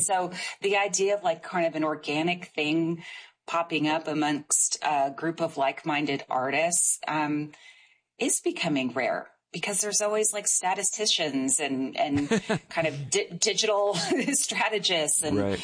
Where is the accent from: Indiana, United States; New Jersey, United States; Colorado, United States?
Indiana, United States; I'm from Southern Indiana.